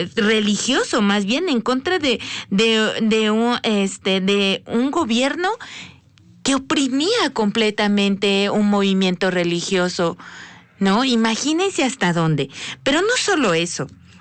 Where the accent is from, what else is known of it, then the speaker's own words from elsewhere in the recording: Mexico; todos los mexicanos